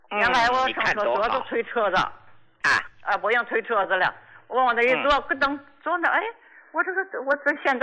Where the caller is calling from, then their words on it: Qinhuangdao, Hebei, China; 我秦皇岛的患者，我今年86了。